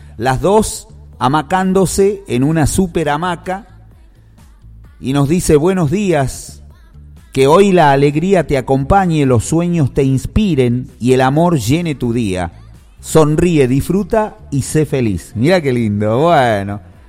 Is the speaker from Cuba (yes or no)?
no; Argentina; este personaje que nos identifica a los argentinos